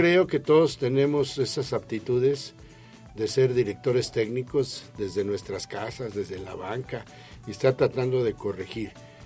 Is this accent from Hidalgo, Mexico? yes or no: yes; Tepeji del Río, Hidalgo, Mexico; yo soy de un pueblito más lejano a la capital. Soy hidalguense.